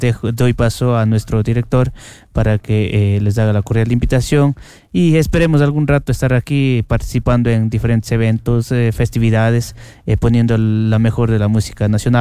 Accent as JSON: {"language": "Spanish", "country": "Ecuador", "said": "nos ayuda a la identificación como ecuatorianos que somos."}